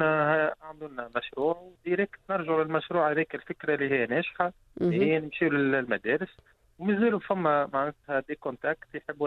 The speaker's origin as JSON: {"language": "Arabic", "country": "Tunisia", "said": "نبداو من الاول انه نوريو لهم شنو عندنا في تونس"}